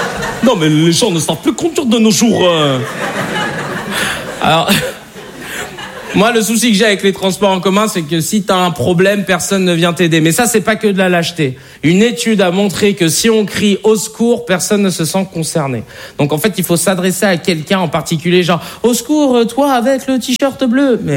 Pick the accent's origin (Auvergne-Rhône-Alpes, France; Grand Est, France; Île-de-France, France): Île-de-France, France; Paris; Vous savez, j'ai grandi à Paris dans le 19e et ensuite j'ai déménagé dans une ville qui s'appelle Arcueil au sud de Paris.